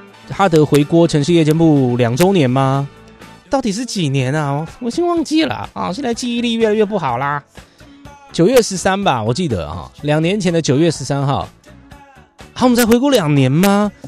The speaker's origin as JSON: {"language": "Chinese", "town": "Sanxia", "region": "New Taipei", "country": "Taiwan", "tie": "born or raised there", "moved": "yes", "said": "因为身为一个土生土长的三峡人哈"}